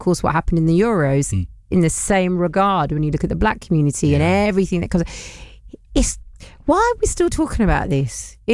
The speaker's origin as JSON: {"language": "English", "region": "London", "country": "United Kingdom", "said": "it's the first time in my life as a Londoner"}